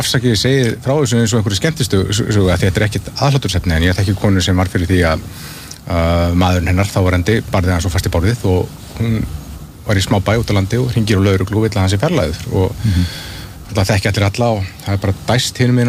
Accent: Patreksfjörður, Westfjords, Iceland; ég er frá Patrísfirði ég er bara sjávarþorpi

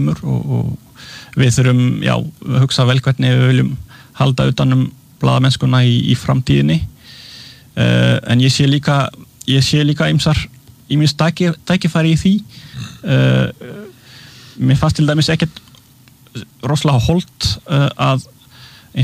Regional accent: Massif Central, France; Icelandic is a second language; Já, ég frá litlu þorpi í suðaustur Frakklandi. Í Massif Central sem svona fjallgarður. Í rauninni vestan við Alpana. Í litlum bæ, svona cirka 2000 manna bæ.

